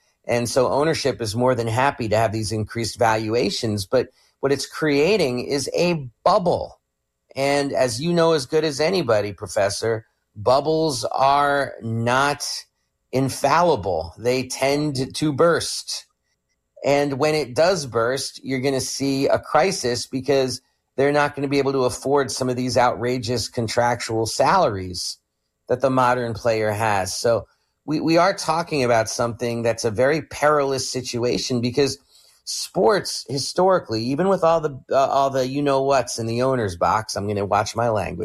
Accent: New York City, New York, United States; I'm from New York City.

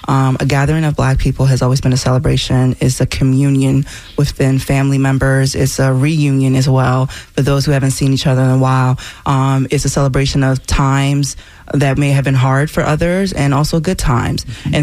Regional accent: New Jersey, United States; also born or lived in Nigeria; I'm from Jersey

